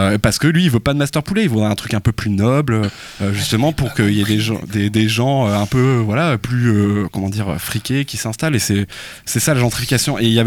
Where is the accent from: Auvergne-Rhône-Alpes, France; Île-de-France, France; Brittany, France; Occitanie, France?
Brittany, France; Douarnenez; En fait, je pense déjà que si on fait de la musique, c'est grâce au fait qu'on a vécu à Douarnenez, quoi. Parce que, en partie, à Douarnenez, il y a quand même